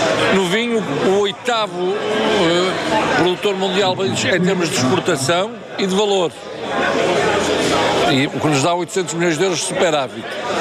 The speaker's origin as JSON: {"language": "Portuguese", "town": "Vila Verde", "region": "Norte", "country": "Portugal", "tie": "born or raised there", "said": "Ah, Vila Verde, eu sou suspeito, porque é a minha terra."}